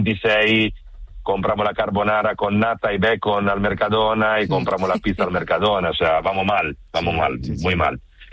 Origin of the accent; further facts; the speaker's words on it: Bologna, Emilia-Romagna, Italy; Spanish is a second language; now in Canary Islands, Spain; Yo personalmente soy de Bolonia, una ciudad pequeña, medieval